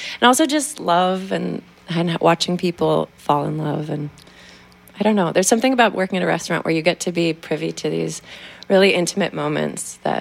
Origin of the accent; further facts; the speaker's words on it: Tacoma, Washington, United States; moved away as an adult; also born or lived in New York; I grew up in Tacoma, Washington.